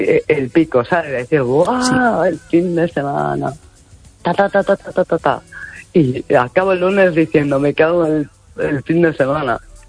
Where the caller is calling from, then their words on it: Chapela, Galicia, Spain; De Chapela.